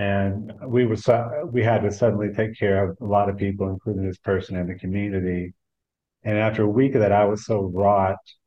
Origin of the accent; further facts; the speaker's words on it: Texas, United States; Well, I grew up in Texas, hence the name.